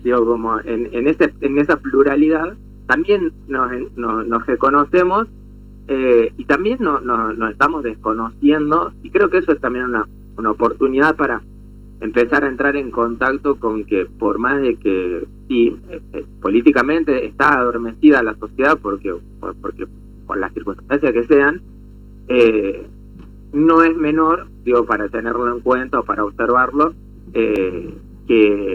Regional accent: Argentina

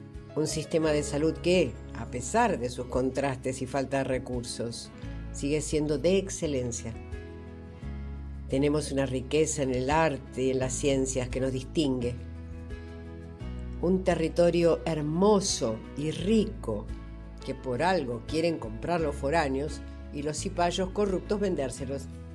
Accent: Argentina; Soy argentino. Estoy orgulloso de ello.

